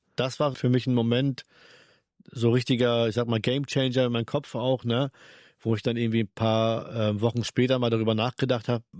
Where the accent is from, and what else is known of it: Henstedt-Ulzburg, Schleswig-Holstein, Germany; born or raised there